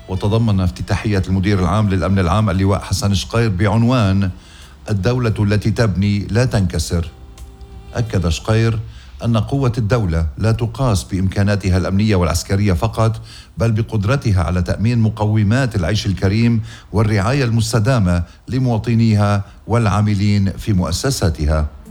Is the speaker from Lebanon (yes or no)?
yes; Lebanon; شو هالعيب هيدا بوطننا لبنان؟